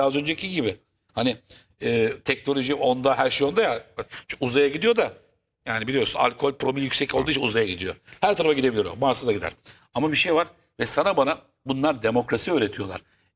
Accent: Istanbul, Turkey; Ben de İstanbulluyum.

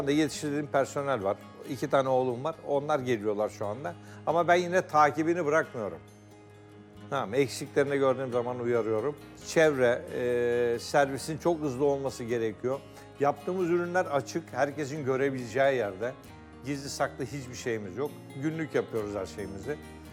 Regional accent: Mustafakemalpaşa, Bursa, Turkey; born there; moved away; also born or lived in Karacabey; Mustafa Kemal Paşa'nın Sarı Mustafalar Köyü'nde dünyaya geldim. Ailemiz sonra çok kalabalık olduğu için 13 kardeş ailemiz. 13 kardeş bakılması zor oluyor köyde. Karacabey'e göç etmişler.

